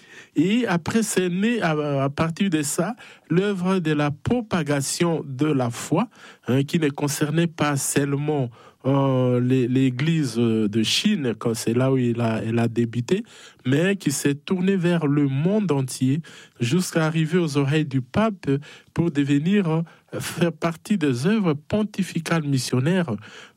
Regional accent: DR Congo; Moi, d'abord, je suis congolais d'origine, hein, de la République démocratique du Congo.

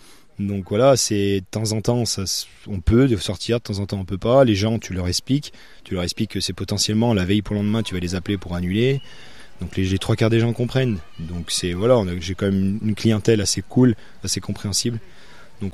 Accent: Auvergne-Rhône-Alpes, France; je suis originaire de Marle, dans ces eaux-là.

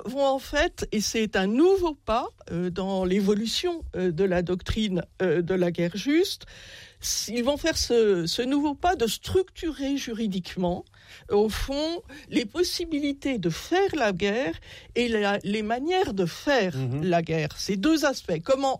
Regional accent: France; parce que nous sommes français, le philosophe Jean-Jacques Rousseau

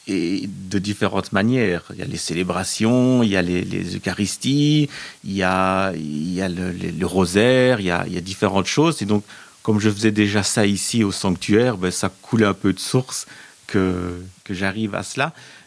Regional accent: Wallonia, Belgium; Et donc, je suis issu de l'AS Bay, de la région de Hannu.

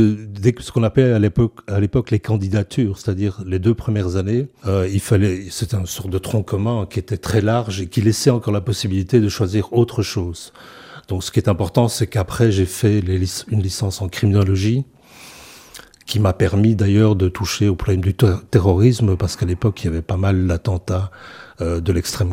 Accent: Ohain, Wallonia, Belgium; J'ai grandi dans le Brabant wallon, dans un village qui s'appelait Ohain, qui a été rattaché à la commune de Lannes maintenant. Mes parents étaient parmi les premiers Bruxellois à aller à l'extérieur de Bruxelles. Et donc, quand on est arrivé dans les années 60 à Ohain

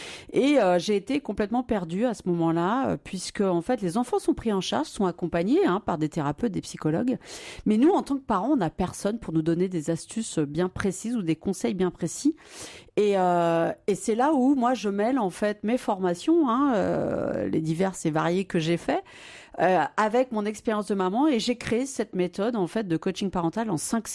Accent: Pays de la Loire, France; now in L'Île-d'Olonne, France; je suis moi-même vendéenne, donc puisque je suis à l'Île-d'Olonne à côté des Sables-d'Olonne.

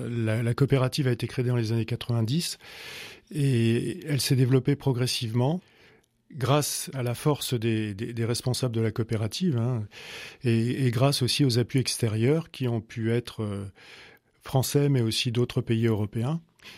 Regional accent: France; now in Angoulême, France; nous, en tant que Français habitant Angoulême ou le secteur d'Angoulême

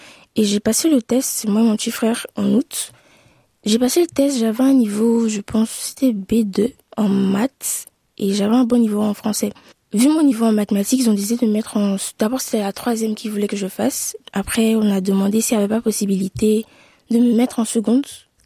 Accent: Abidjan, Côte d’Ivoire; j'ai 17 ans. Je suis née en Côte d'Ivoire à Abidjan, à Yopougon, dans la commune. J'ai grandi avec mes parents.

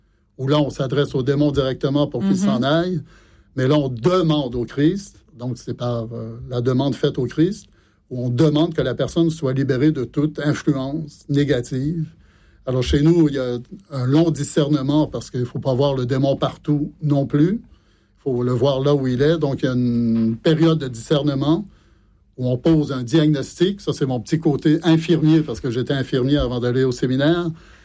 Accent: Montreal, Quebec, Canada; born or raised there; moved away as an adult; now in Fontenay, France

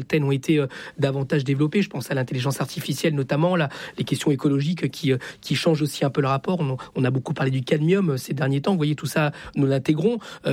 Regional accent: Chile; now in France; Je viens du Chili, je suis fils d'exilé politique, je suis en France parce que l'extrême droite a pris le pouvoir de la pire des manières.

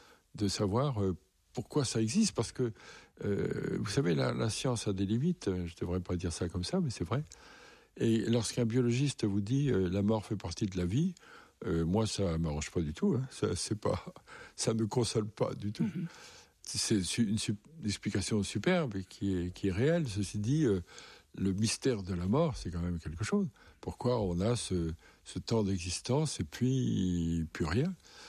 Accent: France; Alors j'ai dit, non, je suis français

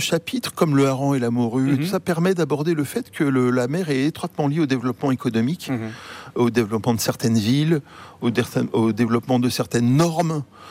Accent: Martinique; moved away; also born or lived in Rouen, France; je suis né à Rouen, donc les Normands, de toute façon, sont des grands navigateurs, des voyageurs, et j'ai grandi à la Martinique

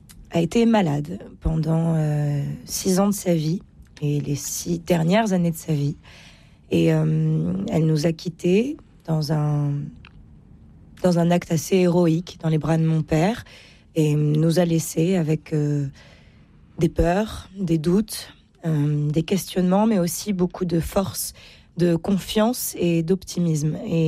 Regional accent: Cahors, Occitanie, France; Je me retrouve chez moi, à Cahors, dans ma grande maison, en pierre

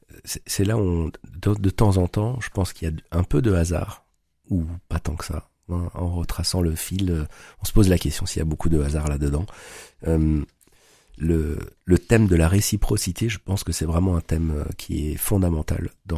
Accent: Grand Est, France; moved away as an adult; now in Brittany, France; Moi, j'ai grandi en Alsace. Ça fait donc 20 ans qu'on est en Bretagne avec mon épouse

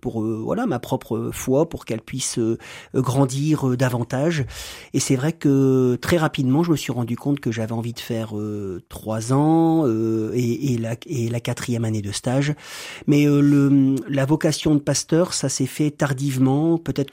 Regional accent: Roubaix, Hauts-de-France, France; born there; moved away as an adult; also born or lived in Gap; now in Villeneuve-d'Ascq, France; Je suis né à Roubaix.

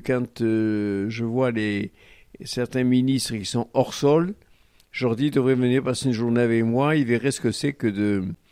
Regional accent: Barcelonnette, Provence-Alpes-Côte d'Azur, France; parce que j'ai été élevé en partie à Barcelonnette dans l'année et j'allais passer mes vacances à Saint-Tropez.

